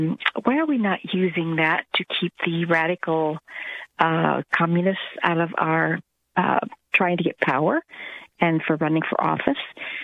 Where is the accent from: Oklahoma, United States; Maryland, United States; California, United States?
Oklahoma, United States; And yes, I'm from Oklahoma.